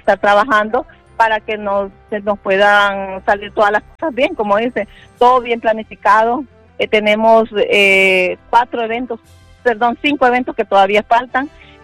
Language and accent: Spanish; Honduras; Tenemos nosotros como hondureños que engrandecer nuestra patria.